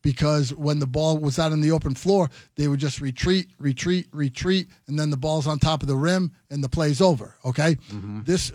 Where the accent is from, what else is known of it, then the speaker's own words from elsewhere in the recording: East Coast, United States; as you and I, Spence, know, growing up in the East Coast, kick the can down the road